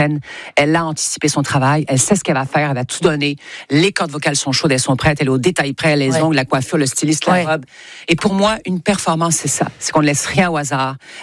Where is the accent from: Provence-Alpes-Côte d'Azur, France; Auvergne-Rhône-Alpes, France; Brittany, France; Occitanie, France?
Brittany, France; Saint-Malo; born there; now in Rennes, France; Moi, je suis la … bretonne.